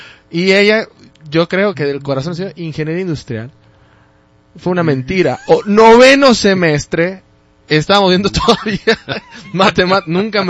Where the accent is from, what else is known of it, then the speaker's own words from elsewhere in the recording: Agua Prieta, Sonora, Mexico; born there; yo nací en un pequeño pueblo, en medio del desierto.